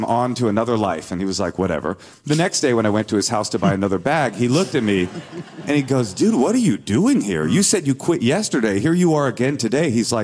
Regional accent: Oakland, California, United States; I feel like now I'm 44. It's been 11 years since that book came out. I'm going to finally go back to Oakland

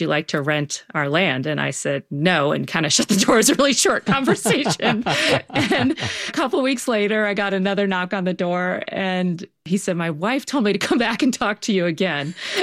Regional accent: East, United States; now in Durango, United States; he's from Minnesota and I'm from the East.

